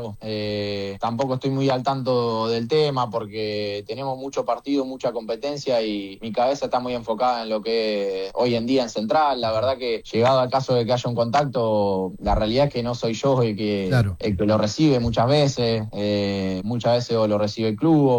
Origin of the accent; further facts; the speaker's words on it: Rosario, Santa Fe, Argentina; also born or lived in Gualeguaychú; soy más rosarino que entrerriano, es la realidad. Yo viví un solo año en Gualeguaychú y ya al año y medio ya estaba acá en Rosario. Pero sí, o sea, soy nacido en Gualeguaychú, al fin y al cabo.